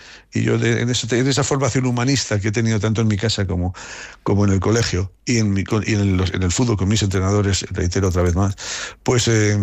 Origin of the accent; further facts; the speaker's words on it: Haro, La Rioja, Spain; moved away; el sentir a Aro como, insisto, como nuestro pueblo, porque, bueno, pues así nos hemos criado